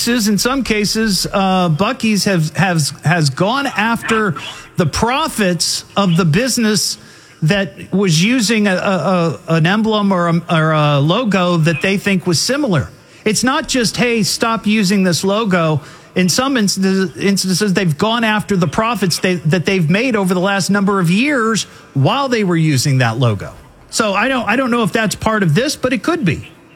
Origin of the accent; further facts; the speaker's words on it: Beaver Creek, United States; Beaver Creek, my hometown